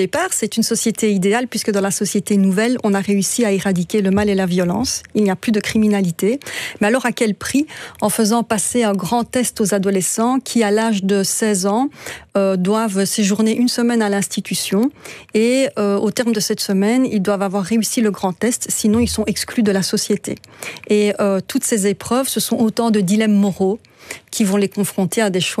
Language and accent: French; Belgium; je suis belge